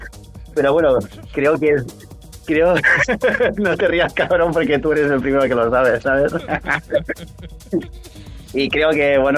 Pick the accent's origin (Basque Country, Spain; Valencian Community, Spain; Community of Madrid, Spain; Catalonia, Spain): Catalonia, Spain; Benissanet; moved away as an adult; now in Viladecans, Spain; nació en mi pueblo, que es en Benissanet, a Les Terres de l'Ebre